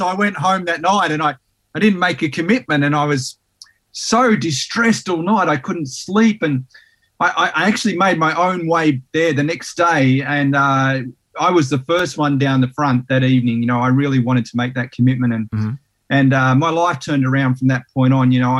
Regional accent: Sydney, New South Wales, Australia; also born or lived in Tasmania; Yeah, I was born in Sydney in New South Wales, and spent about 7 years there. Then we moved to Tassie for about 5 years, and we moved around a lot.

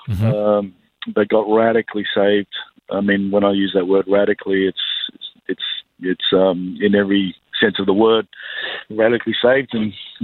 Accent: Sydney, New South Wales, Australia; also born or lived in New Zealand; I was actually born in New Zealand, but about 4 days later, my mum and dad moved to Sydney. So I'm a Sydney boy.

